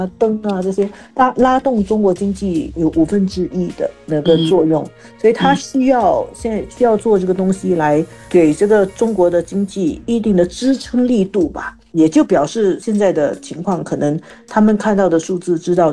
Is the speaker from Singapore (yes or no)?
yes; Singapore; 我们新加坡人，我们很习惯这个公积金买房，建屋发展局的房子买房的概念啊。